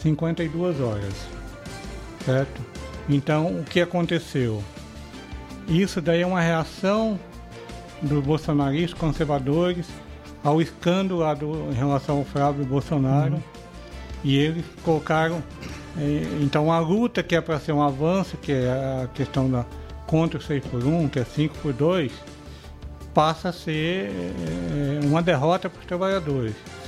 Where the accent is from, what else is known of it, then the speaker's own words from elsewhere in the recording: João Pessoa, Paraíba, Brazil; eu sou lá de João Pessoa